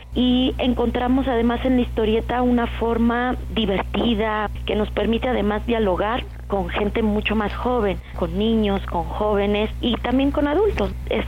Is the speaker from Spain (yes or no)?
no; Mexico; nosotros como mexicanos